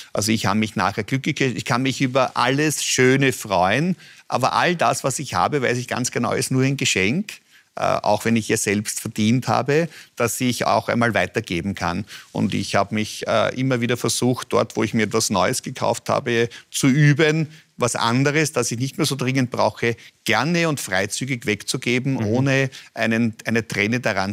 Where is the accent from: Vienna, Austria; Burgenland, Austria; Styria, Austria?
Vienna, Austria; Da sitze ich als Kind am Maurerberg außerhalb meines Gemeindebaus im Blick hinunter auf Mauer und Rodauen. Und ich habe eine glückliche Kindheit gehabt.